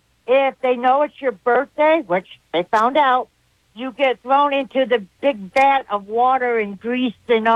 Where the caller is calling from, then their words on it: Traverse City, Michigan, United States; Hey, Cartman, it's … from Traverse City.